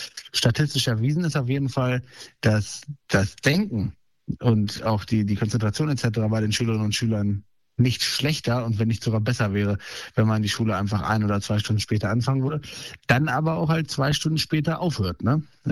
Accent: Northeim, Lower Saxony, Germany; born there; ich bin 20 Jahre alt und ich komme aus Northeim und habe hier mein Abitur gemacht 2025

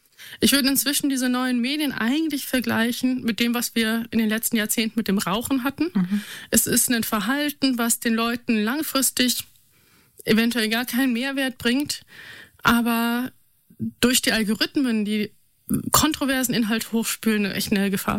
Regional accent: Germany; born there; Ich bin in einer Welt aufgewachsen, als Westdeutsche

